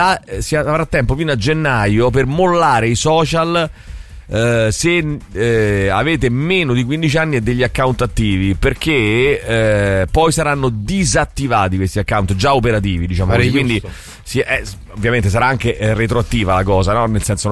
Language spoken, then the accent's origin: Italian; Apulia, Italy; anche io sono un pugliese cafone come Giuliano Leone, ma Valmontone non me lo faccio dire.